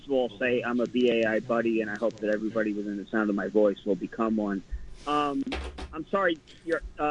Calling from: New York, United States; from Rockaway.

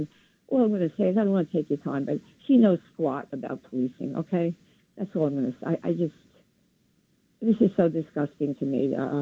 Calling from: New York City, New York, United States; from New York City.

